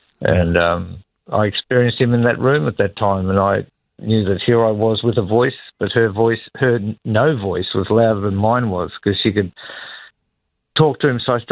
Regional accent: Ballarat, Victoria, Australia; moved away as an adult; also born or lived in Benalla / Northern Territory / Queensland; Was born and raised on Wathaurong land, which is the in Ballarat in Victoria. So, was there for the first 21 years of my life, and then a couple of years in Benalla, and then about 40 years in the territory.

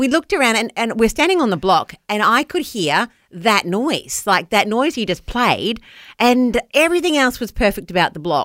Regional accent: New Zealand; So a bit of background. I'm a Kiwi originally. So I grew up not with all the scary Aussie animals.

